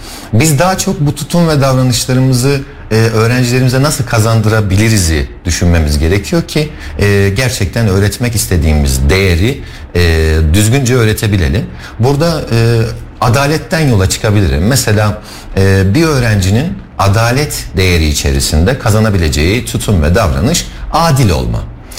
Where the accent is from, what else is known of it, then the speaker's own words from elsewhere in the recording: Kayseri, Turkey; Kayseri'liyim.